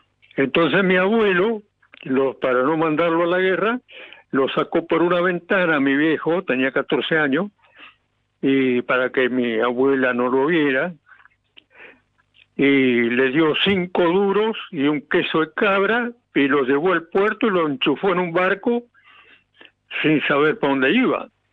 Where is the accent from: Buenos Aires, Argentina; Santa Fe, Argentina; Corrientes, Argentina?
Buenos Aires, Argentina; Guanguelén; born there; mi padre es vasco, mi madre árabe, y en mi pueblo estaba lleno de árabes, judíos, turcos, gallegos, italianos, polaco